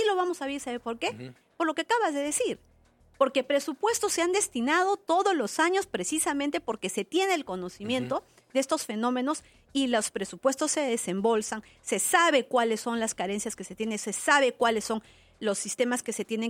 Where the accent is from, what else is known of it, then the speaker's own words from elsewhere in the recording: Peru; hay que hacer algo como peruanos y hay que entender el gran poder que tenemos los peruanos.